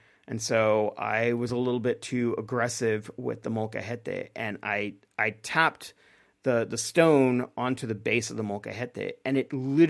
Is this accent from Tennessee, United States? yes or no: no; Texas, United States; born or raised there